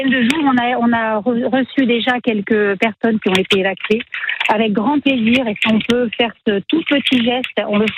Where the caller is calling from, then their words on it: Mérignac, Nouvelle-Aquitaine, France; je suis sur Mérignac Centre.